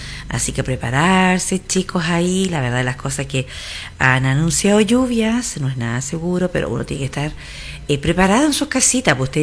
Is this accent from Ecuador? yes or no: no; Chile